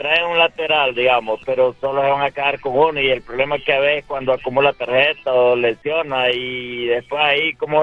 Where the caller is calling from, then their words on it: El Paraíso, Honduras; del Paraíso.